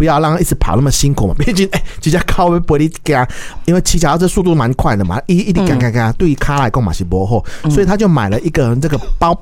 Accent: Taiwan; 我们台湾人

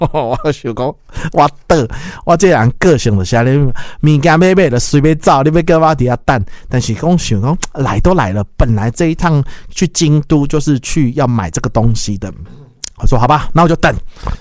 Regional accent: Taiwan; 这个咱台湾人很难想象，我们台湾人很需要说哦，台湾被世界看见嘛。

